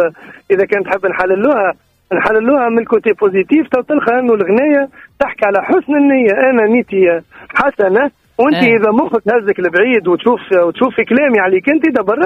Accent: Tunisia; وبالنسبة للفني أنا فنان أنا فنان تونسي

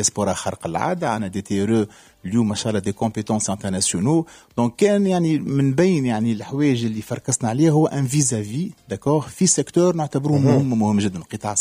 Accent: Tunisia; اليوم راهو شوف كتونسي ممكن فما أرقام تصدمك.

